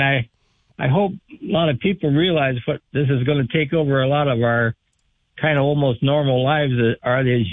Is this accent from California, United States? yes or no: no; Perham, Minnesota, United States; I grew up in Perm, Minnesota